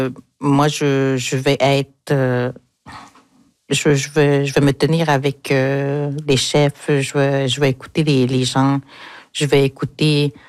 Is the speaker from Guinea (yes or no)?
no; Quebec, Canada